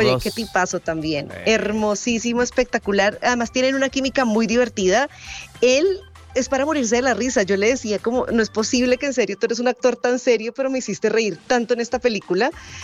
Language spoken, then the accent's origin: Spanish; Bogotá, Colombia; estuve en Los Ángeles y estuve en Bogotá, pues en mi tierra